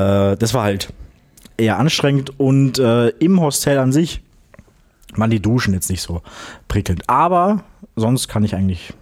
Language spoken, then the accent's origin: German; Graz, Styria, Austria; moved away; ich bin in Graz aufgewachsen. Ich wohne aktuell nicht mehr dort, aber würde schon eigentlich ganz gerne mal wieder hinziehen. Es ist eine sehr, sehr vielseitige Stadt